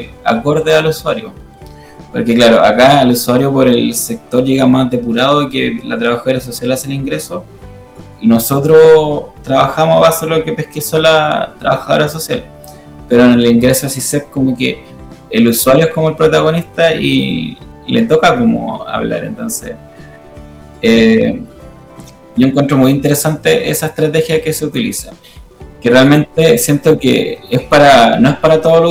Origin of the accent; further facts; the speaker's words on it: Santiago, Santiago Metropolitan, Chile; Yo se lo digo, que vengo de Santiago y no, hay comunas que no tienen tantas cosas.